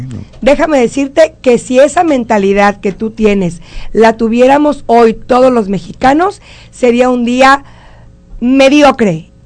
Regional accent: Mexico; Mira, Dulce tiene algo que decir. Somos mexicanos, sacamos la cara.

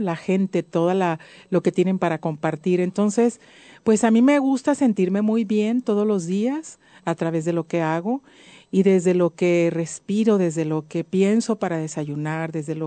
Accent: Guadalajara, Jalisco, Mexico; born there; Nací en Guadalajara, Jalisco

